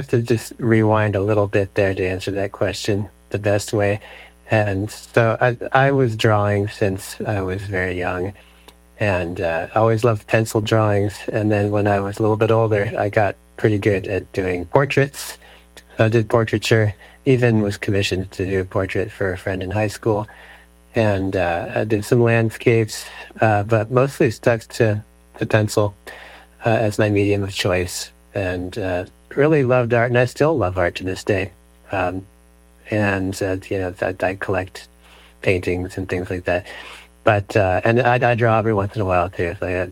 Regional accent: Atlanta, Georgia, United States; you know, I'm from Atlanta originally, in Georgia

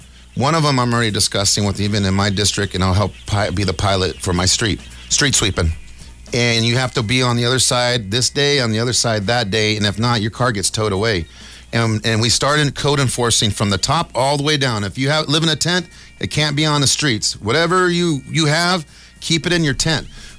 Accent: United States; as an American

